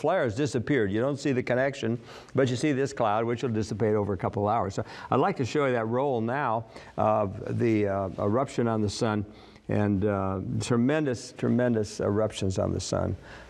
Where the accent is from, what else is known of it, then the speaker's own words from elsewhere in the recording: Minnesota, United States; I was raised in Minnesota, where we we're quite familiar with northern lights.